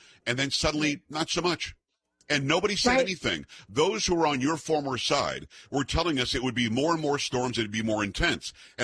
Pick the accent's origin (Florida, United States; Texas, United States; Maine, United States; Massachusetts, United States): Florida, United States; I grew up in South Florida, and we had hurricanes when I was growing up.